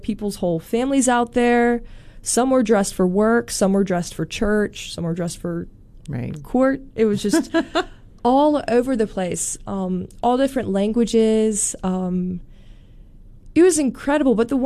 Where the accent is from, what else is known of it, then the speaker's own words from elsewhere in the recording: South Carolina, United States; moved away as an adult; also born or lived in Mississippi; now in Memphis, United States; I'm from South Carolina